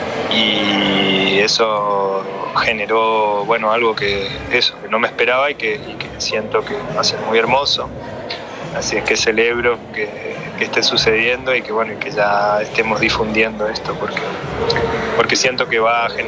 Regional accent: Asunción, Paraguay; born there; also born or lived in Santa Ana; una familia que venía en parte de Paraguay y mi abuela, por ejemplo, hablaba guaraní. Yo he pasado mucho tiempo de mi infancia en Asunción, crecí en cerca de Santa Ana, y en mi entorno se hablaba el guaraní

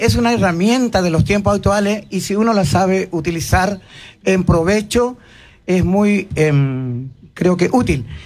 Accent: Colonia Carlos Pellegrini, Corrientes, Argentina; lo que yo escuchaba de niño en mi pueblo de Colonia Carlos Pellegrini, orilla de Liberá, donde en ese tiempo que yo era niño la gente saludaba todo en guaraní, y en el guaraní yopará, que es propio del pueblo.

